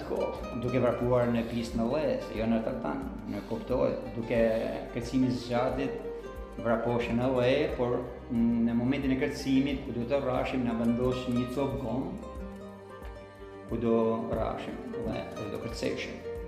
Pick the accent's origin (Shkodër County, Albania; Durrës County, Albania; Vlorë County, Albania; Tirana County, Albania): Shkodër County, Albania; Shkodër